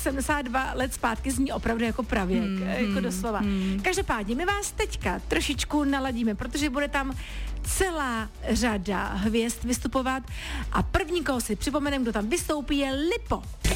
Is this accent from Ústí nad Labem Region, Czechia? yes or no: yes; Teplice, Ústí nad Labem Region, Czechia; Tak já jsem se v Teplicích narodila, vyrostla jsem, takže samozřejmě lázeňská ta mě neminula